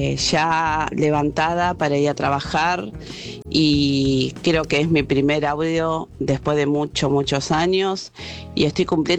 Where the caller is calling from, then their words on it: San Miguel, Argentina; de San Miguel.